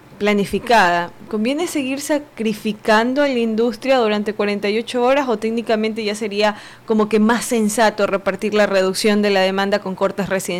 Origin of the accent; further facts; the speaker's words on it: Ecuador; ya creo que no es un tema de esperar lluvias como ecuatorianos